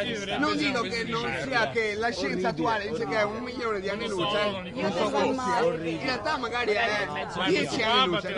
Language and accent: Italian; Venice, Veneto, Italy; no, sono veneziano, la pace